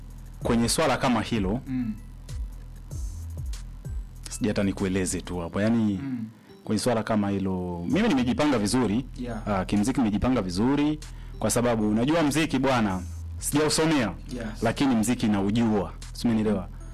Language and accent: Swahili; Tanzania